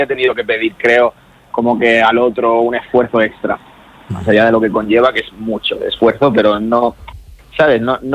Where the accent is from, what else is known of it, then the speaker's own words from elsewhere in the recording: Region of Murcia, Spain; yo soy también de Murcia